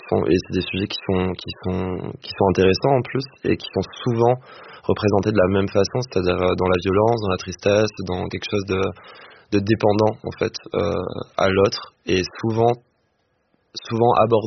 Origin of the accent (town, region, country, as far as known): Réunion